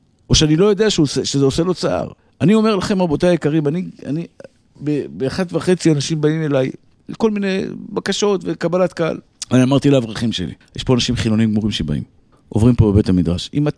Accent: Tel Aviv, Tel Aviv District, Israel; כשהייתי ילד גרתי בשכונת התקווה, והיו שם אנשים טובים, צדיקים, מתוקים, אהובים, וגם כאלה לא כל כך טובים.

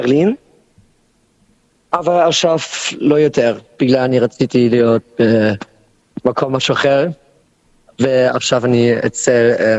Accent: Berlin, Germany; Hebrew is a second language; אני משחק כדורגל בברלין, בגלל אני מברלין

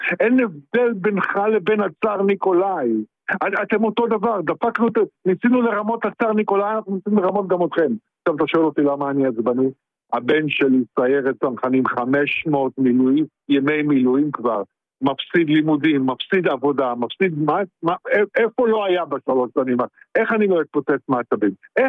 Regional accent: Haifa, Haifa District, Israel; אני גם יליד קריית אליעזר בחיפה והכל בסדר.

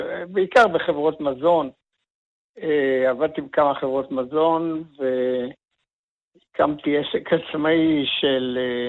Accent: Ramat HaKovesh, Central District, Israel; אני נולדתי בקיבוץ רמת הכובש לפני 76 שנה, ובעצם גדלתי שם, הכרתי את אשתי שם

